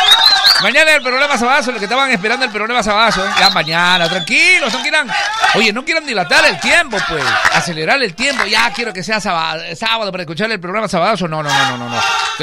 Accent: Peru; Y como todo peruano, estamos en la libertad de ir en nuestro país

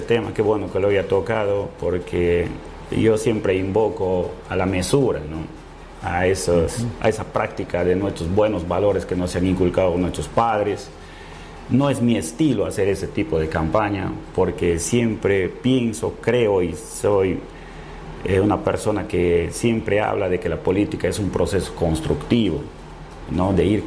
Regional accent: Lamas, San Martín, Peru; porque soy de Lamas

